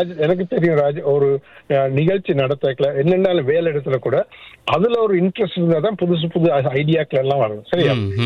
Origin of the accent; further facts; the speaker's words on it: Sri Lanka; moved away; நான் வளர்ந்ததே நிறைய மழை பெய்யற ஒரு டவுன்ல தான் நான் வளர்ந்தேன் அங்க ஸ்ரீலங்கால.